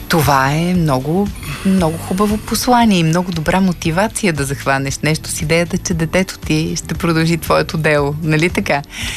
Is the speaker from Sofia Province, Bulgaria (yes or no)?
yes; Svoge, Sofia Province, Bulgaria; близо до моя роден град Своги.